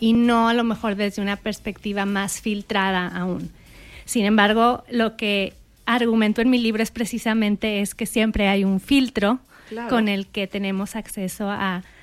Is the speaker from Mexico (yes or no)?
yes; Gómez Palacio, Durango, Mexico; moved away as an adult; also born or lived in Torreón, Coahuila / Monterrey, Nuevo León; yo soy de aquí, de Torreón, nací en Torreón, crecí en Gómez Palacio, hice la preparatoria en el TEC de Monterrey, Campus Laguna, y luego me fui a estudiar a Monterrey. Y ahí estudié letras españolas.